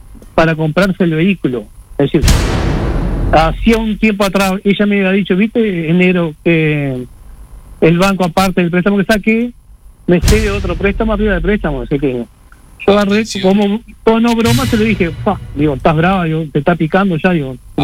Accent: Uruguay; A ver, somos uruguayos y nos matamos trabajando.

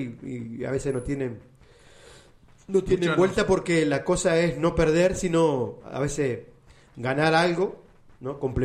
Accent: Salto, Uruguay; la gran contra que tenemos los artistas salteños

